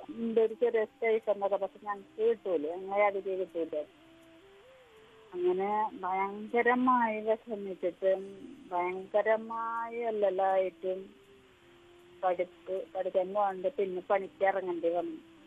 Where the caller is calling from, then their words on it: Kazhimbram, Kerala, India; Edamuttam beach കഴിമ്പ്രോ.